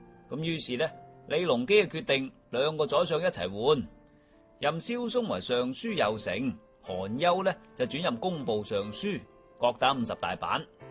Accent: China; 我发现我哋中国人自古以嚟咧

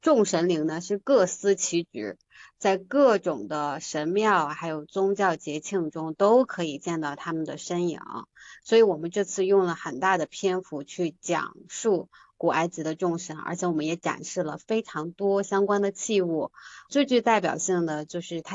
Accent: China

